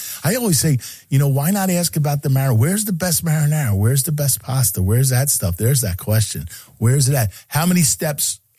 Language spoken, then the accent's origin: English; Philadelphia, Pennsylvania, United States; I say, I'm from Philly, the state of Philly.